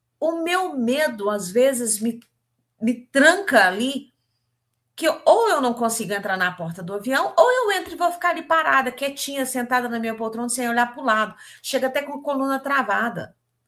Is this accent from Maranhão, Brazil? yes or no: no; Minas Gerais, Brazil; não sei se vocês sabem, não sei se vocês sabem, eu sou mineira, então vocês sabem, né? E nossa, no, aqui dos mineiros é uma forma de dizer